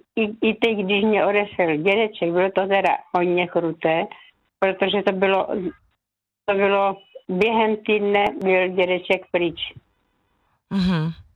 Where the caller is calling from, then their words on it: Znojmo, South Moravian Region, Czechia; jsem posluchačka ze Znojma z penzionu u Kauflandu